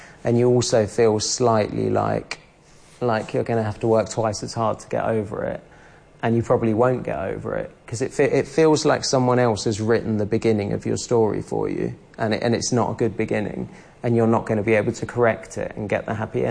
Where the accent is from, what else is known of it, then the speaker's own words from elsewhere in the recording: London, United Kingdom; I grew up in London, in quite a rough bit of London, not a posh bit of London.